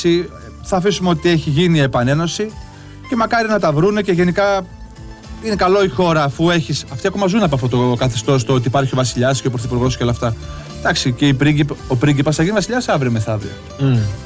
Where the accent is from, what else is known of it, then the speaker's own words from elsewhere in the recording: Northern Greece, Greece; Επειδή εγώ είμαι από τη Βόρεια Ελλάδα, ξέρω πόσο καλό μας έκανε σαν Έλληνες.